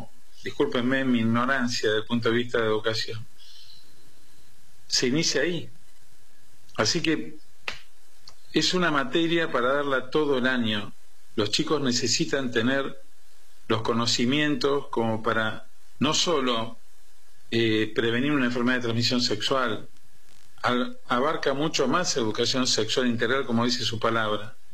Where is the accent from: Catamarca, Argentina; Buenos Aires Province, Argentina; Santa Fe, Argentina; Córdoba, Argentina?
Buenos Aires Province, Argentina; Don Bosco; Yo me crié en Don Bosco, en la localidad de Don Bosco, que es pegadita a Bernal, y este barrio está entre Don Bosco y Bernal.